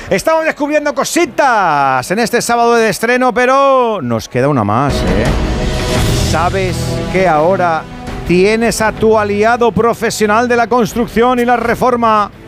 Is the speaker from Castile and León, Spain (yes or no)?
yes; Burgos, Castile and León, Spain; yo soy de Burgos, digo, yo esto no lo he visto.